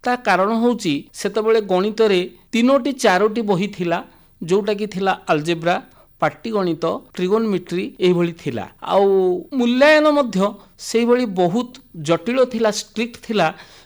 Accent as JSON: {"language": "Odia", "region": "Odisha", "country": "India", "tie": "born or raised there", "lives_now": "Rayagada, India", "said": "ପ୍ରକୃତ ଘର କଟକ ଜିଲ୍ଲା।"}